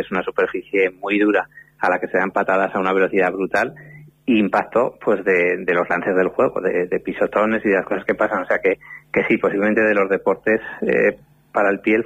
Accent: Huesca, Aragon, Spain; yo soy de Huesca, o sea que somos vecinos

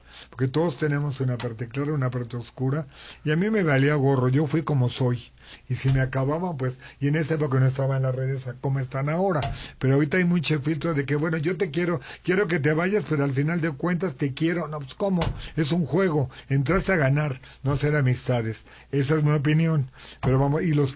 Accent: Mexico; Yo como mexicano me siento orgulloso

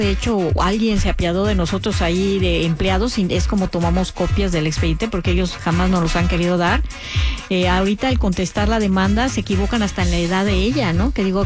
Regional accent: Mexico

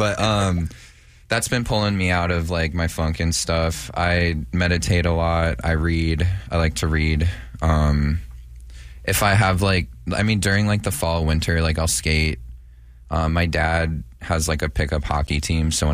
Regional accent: Chicago, Illinois, United States; now in Phoenix, United States; I'm from Chicago.

